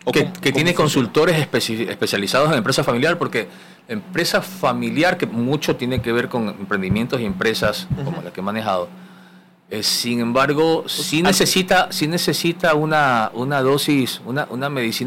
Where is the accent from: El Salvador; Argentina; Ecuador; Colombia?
Ecuador; como ecuatorianos y como latinoamericanos